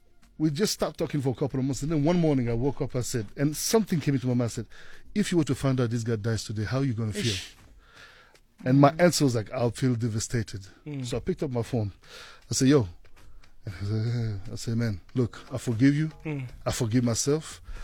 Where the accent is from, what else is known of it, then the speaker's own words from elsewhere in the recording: Bria, Haute-Kotto, Central African Republic; moved away; But I grew up in Bria, which is 600 kilometers away from the capital city, Bangui, where we were kind of like the only light-skinned or white people in the area.